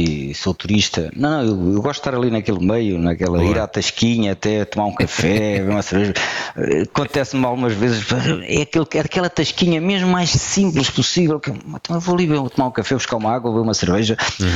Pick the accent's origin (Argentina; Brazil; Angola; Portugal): Portugal; somos portugueses tão genuínos e é muito bom, é muito bom.